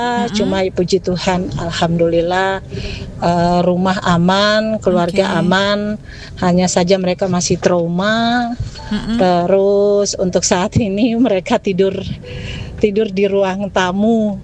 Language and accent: Indonesian; Palu, Central Sulawesi, Indonesia; now in Semarang, Indonesia; gempa yang ada di Sulawesi Palu itu kampung saya.